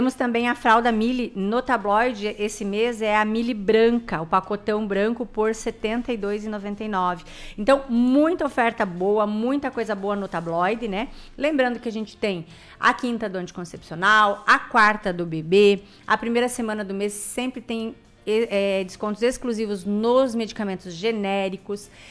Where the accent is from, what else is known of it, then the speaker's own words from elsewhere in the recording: Brazil; Eu digo que eu sou brasileira